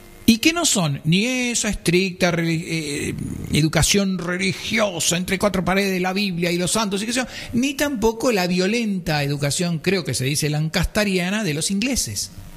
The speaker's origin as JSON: {"language": "Spanish", "region": "Buenos Aires", "country": "Argentina", "said": "como somos todos porteños"}